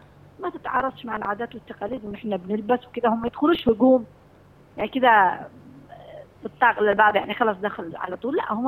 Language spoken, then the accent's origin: Arabic; Yemen